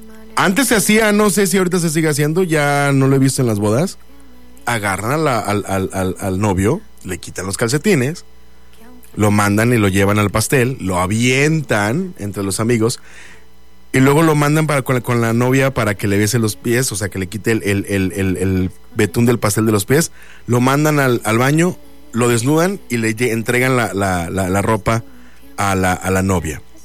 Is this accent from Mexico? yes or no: yes; Mexico; nosotros como mexicanos